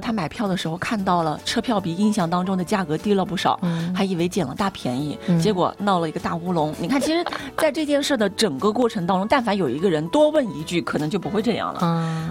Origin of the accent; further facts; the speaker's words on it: Anhui, China; 但因为咱们是安徽人就还好，因为我们知道安徽有一个地方叫亳州